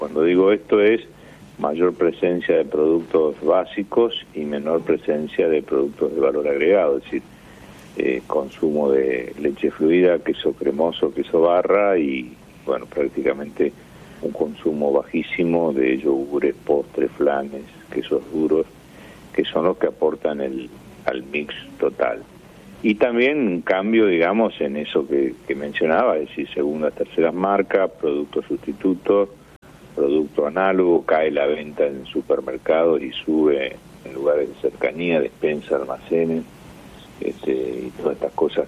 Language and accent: Spanish; Argentina